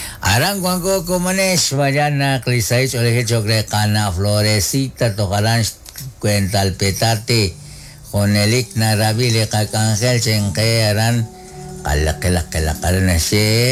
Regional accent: Guatemala; Espacio muy especial para nosotros como guatemalteco. Nuestro instrumento musical. Donde quiera que estemos, nos recuerda que somos chapín de corazón y chapín al 100%.

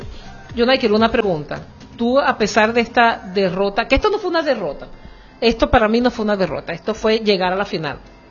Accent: Venezuela; a pesar de todo lo que estamos viviendo nosotros aquí en Venezuela

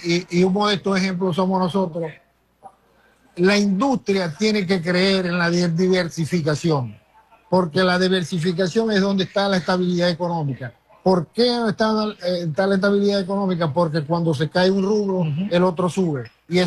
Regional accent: Venezuela; todos somos venezolanos

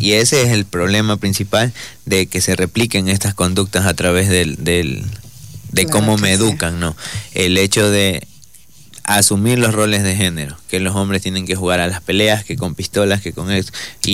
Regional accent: Manabí, Ecuador; Yo soy de Manabí

